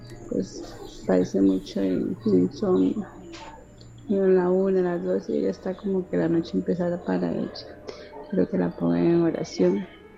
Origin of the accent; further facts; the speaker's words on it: Siquirres, Limón, Costa Rica; soy de Siquirres, soy una fiel de Faro del Caribe.